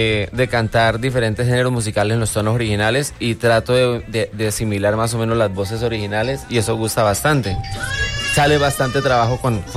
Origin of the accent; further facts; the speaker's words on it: San Martín, Meta, Colombia; yo soy de San Martín de los Llanos.